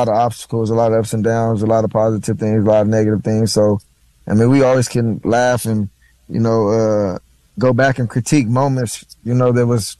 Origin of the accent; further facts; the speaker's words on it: Los Angeles, California, United States; USC was right there in my backyard. I grew up in the Crenshaw District, and, you know, that was literally in my backyard, and I feel like I had to get away from home and grow up on my own.